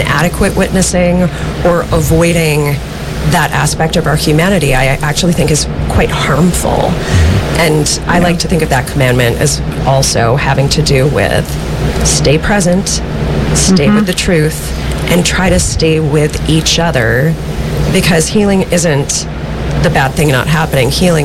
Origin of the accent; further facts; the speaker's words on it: Minnesota, United States; So I grew up in Minnesota